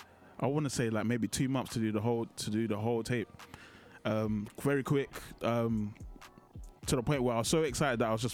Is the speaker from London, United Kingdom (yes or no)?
yes; New Cross, London, United Kingdom; I'm from South London, Mash is from South London, same area as me, New Cross.